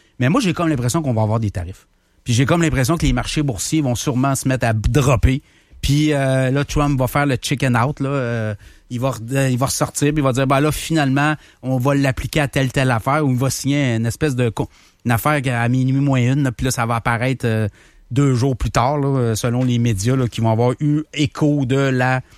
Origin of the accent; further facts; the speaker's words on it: Canada; Moi, je suis Canadien, là.